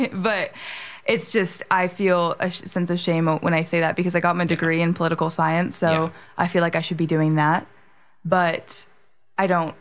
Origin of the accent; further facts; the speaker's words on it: Seattle, Washington, United States; now in San Diego, United States; Yeah. So I'm from Seattle originally.